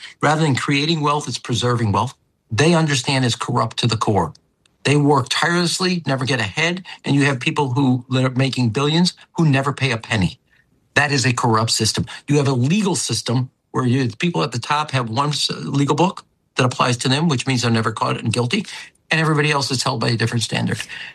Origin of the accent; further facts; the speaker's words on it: Chicago, Illinois, United States; Now, I'm from Chicago. We think we kind of understand corruption